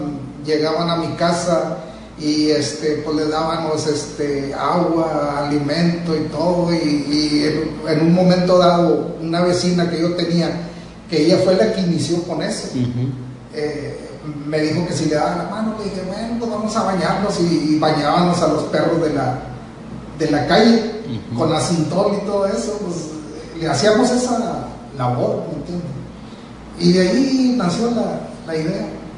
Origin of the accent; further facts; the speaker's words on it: Villa Las Esperanzas, Coahuila, Mexico; De Villa Las Esperanzas, Coahuila.